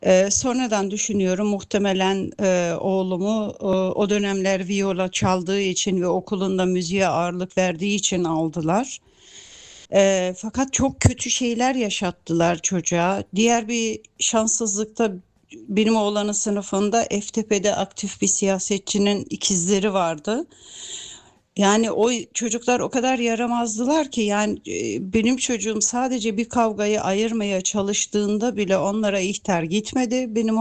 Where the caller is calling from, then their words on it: Frankfurt, Hesse, Germany; Frankfurt'tan.